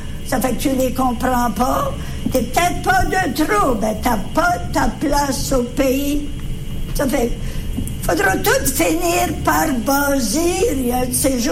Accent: Canada; Oui, je suis plutôt des Canadiens français

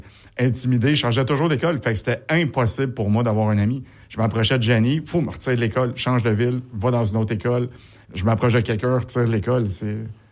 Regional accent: Verdun, Quebec, Canada; born there; also born or lived in Cornwall / Laval; On était en Ontario, Cornwall, je suis né à Verdun, on était à Laval, on s'est promené pas mal.

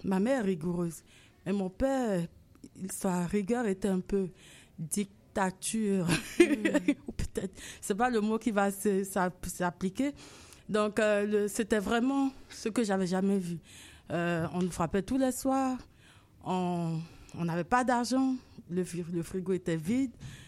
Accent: Benin; j'ai décidé de rentrer au Bénin, qui est mon pays d'origine, dont celui de mes parents. Et je voulais savoir un peu plus le Bénin. Alors, mon arrivée au Bénin a amené toute la famille à venir finalement au Bénin. Donc, une deuxième partie de mon enfance commence là.

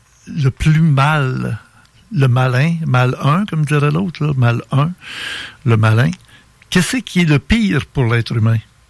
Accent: Quebec, Canada

